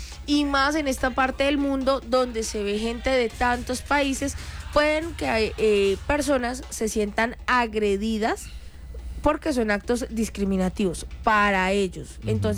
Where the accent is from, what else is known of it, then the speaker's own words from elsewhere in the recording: Colombia; nosotros, los colombianos, somos bien histriónicos.